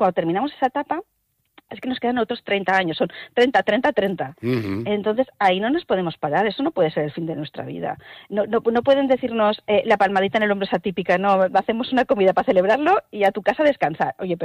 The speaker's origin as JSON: {"language": "Spanish", "country": "Spain", "said": "nosotros somos españoles"}